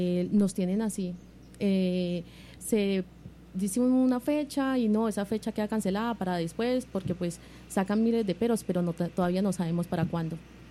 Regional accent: Santa Rosa de Cabal, Risaralda, Colombia; para nosotros que somos de Santa Rosa, que somos legalmente constituidos

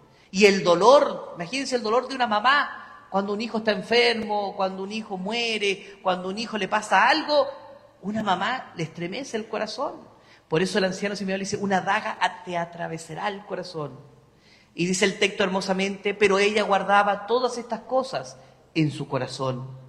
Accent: Andacollo, Coquimbo, Chile; porque yo que crecí en Andacollo, la cantidad de milagros

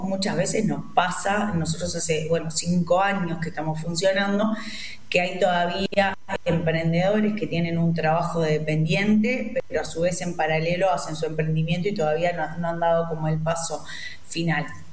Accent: Carmelo, Colonia, Uruguay; yo estoy trabajando en Carmelo, soy de Carmelo

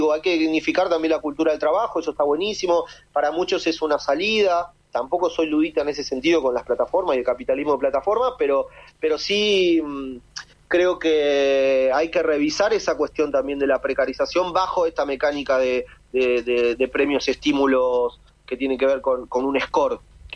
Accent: Argentina; Argentina, que es el país de donde soy y donde vivo

